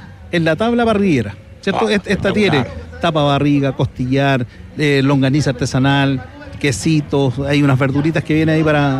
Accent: Peñaflor, Santiago Metropolitan Region, Chile; Nosotros somos oriundos de Peñaflor. Ahora estamos con el restaurante en Talagante. Y claro, he estado toda la vida inmerso en esto.

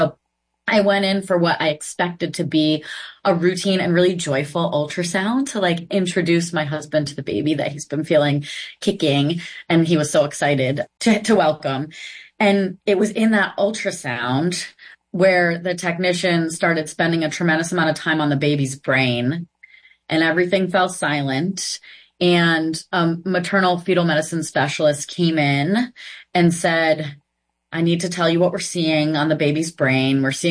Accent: Massachusetts, United States; And I'm in Boston. And I think, travel where? Where am I going to go? You know, I grew up in Massachusetts. I worked for a while in New York State.

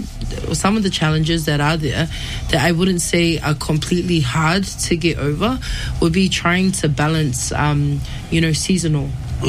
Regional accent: New Zealand; I am American Samoan Tongan, born and raised in New Zealand

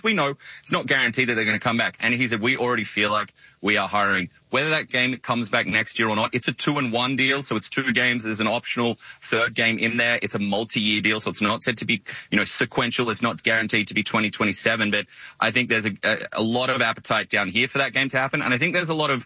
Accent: Sydney, New South Wales, Australia; And look, I'm not a Melbournean. I come from New South Wales. I'm a Sydney sider, true and true.

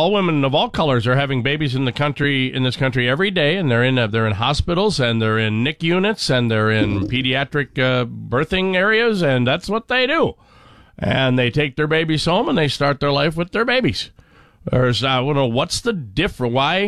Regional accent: United States; We're American. Just stop it.

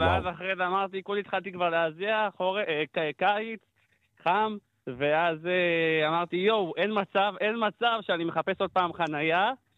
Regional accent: Central Israel, Israel; אני מהמרכז, ואנחנו אומרים אבן יאו.

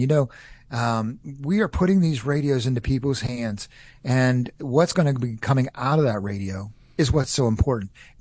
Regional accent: North Carolina, United States; You can tell I'm from North Carolina, not from California.

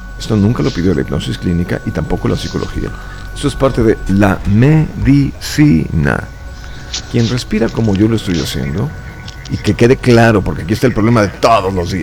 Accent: Guadalajara, Jalisco, Mexico; also born or lived in Santiago, Chile / United States; me trajeron a México, viví 3 años en México, después me fui otros 3 años a Estados Unidos con papá y mamá, y luego regresamos a Guadalajara. Toda la vida viví en Guadalajara hasta 1997.

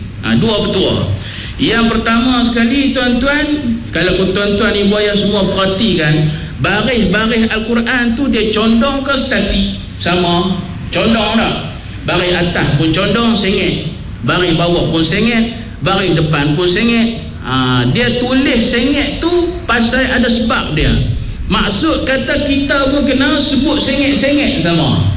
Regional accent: Kedah, Malaysia; Saya orang Kedah juga, orang utara juga, orang Pinang juga.

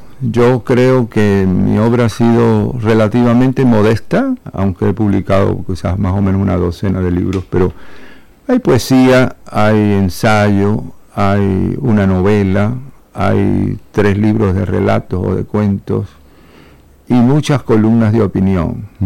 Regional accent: Cuba; moved away; also born or lived in Spain / United States; Sí, en el 79, uh-huh. Salí de Cuba para España precisamente, en octubre del 79.

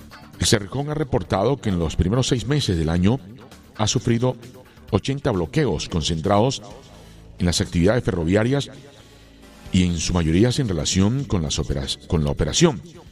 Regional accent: Colombia; deseosos como colombianos que empiece a solucionar cada una de las problemáticas que tenemos en nuestro territorio.

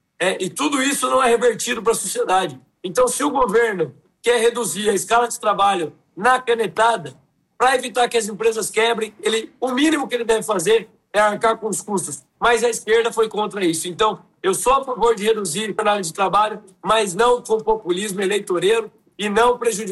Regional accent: São Paulo, Brazil; born there; eu amo ter nascido nesse estado, eu amo a minha terra.

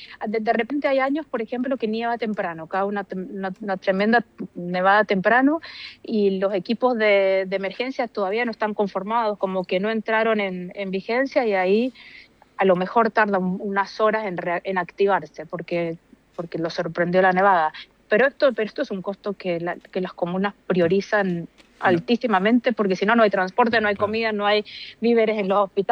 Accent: Mendoza, Argentina; moved away as an adult; now in Norway; yo soy mendocina, viví en Mendoza hasta los 27 años. Mi corazón está en parte allá.

